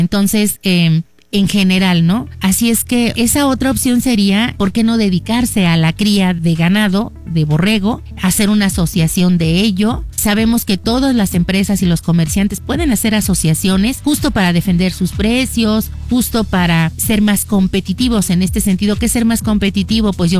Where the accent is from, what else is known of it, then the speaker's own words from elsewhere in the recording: Zimapán, Hidalgo, Mexico; Yo soy de Zimapán